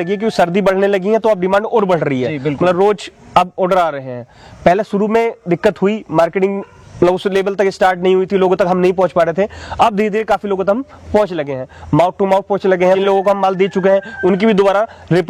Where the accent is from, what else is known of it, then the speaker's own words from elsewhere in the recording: Amroha, Uttar Pradesh, India; मैं अमरोहा से बिलोंग करता हूँ।